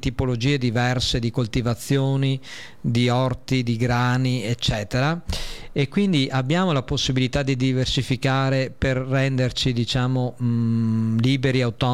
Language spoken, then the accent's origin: Italian; Veneto, Italy; come italiani, come veneti